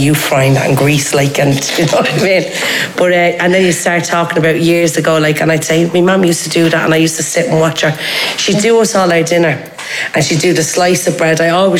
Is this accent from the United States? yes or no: no; Cork, Munster, Ireland; now in Dublin, Ireland; I'm from Dublin. I was originally from Cork and my mum was from Bray.